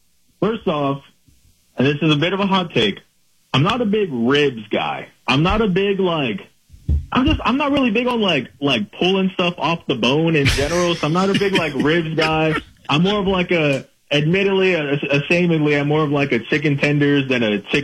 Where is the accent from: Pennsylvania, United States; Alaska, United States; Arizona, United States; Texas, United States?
Texas, United States; Well, I mean, I'm from Texas, so I got to say sweet tea.